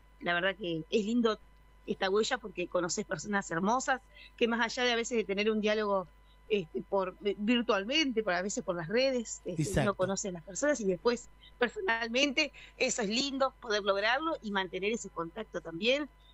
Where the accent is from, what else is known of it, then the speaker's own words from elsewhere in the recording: Ayacucho, Buenos Aires Province, Argentina; now in Buenos Aires, Argentina; Mi terruño Ayacucho, el pago en el que he nacido.